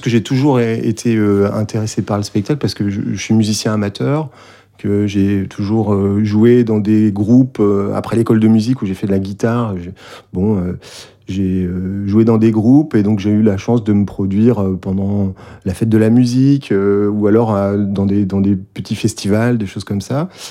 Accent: Lesneven, Brittany, France; moved away as an adult; now in Brest, France; je suis un Brestois. Un Brestois d'adoption, parce que je viens de Lesnevin, tout à côté, et j'ai fait mes études à Brest. Voilà, je suis arrivé à Brest en 1992, et j'ai fait mes études à l'université de Brest.

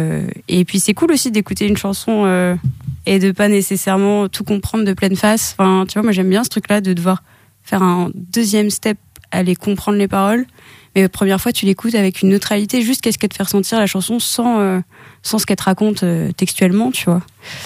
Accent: France; je suis française, donc forcément, d'office, dans mon chant, des fois, il y a des accents mal placés

